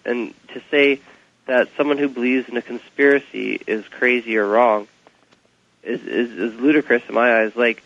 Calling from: Canada; Cool, I'm calling from Canada up here.

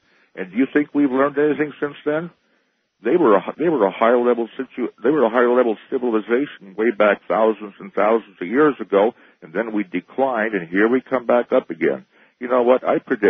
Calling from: Oregon, United States; I'm calling you from the Oregon coast.

